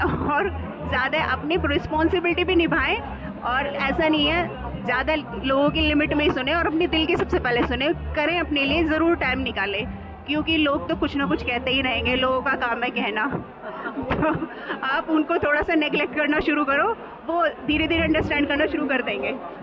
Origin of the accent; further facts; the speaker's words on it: Ghaziabad, Uttar Pradesh, India; और मैं गाजियाबाद NCR दिल्ली से आई हूँ